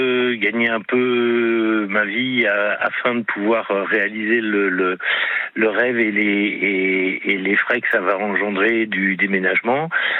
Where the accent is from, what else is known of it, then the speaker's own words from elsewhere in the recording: Palaiseau, Île-de-France, France; born there; now in Moselle, France; Moi, je suis d'origine en région parisienne.